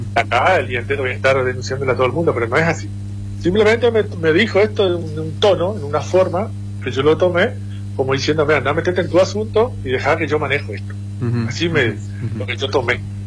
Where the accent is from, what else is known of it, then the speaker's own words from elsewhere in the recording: San Vicente, Misiones, Argentina; also born or lived in Oberá, Argentina; yo no soy acá de San Vicente, yo soy de Oberá, nací en Oberá, me vine a San Vicente a vivir apenas recién nacido. Me formé acá.